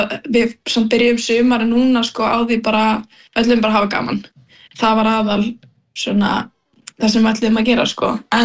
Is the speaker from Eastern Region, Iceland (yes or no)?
yes; Vopnafjörður, Eastern Region, Iceland; Já, við erum svo að frá Vopnafirði og þá mjög líklegt að við séum að vinna í Brim.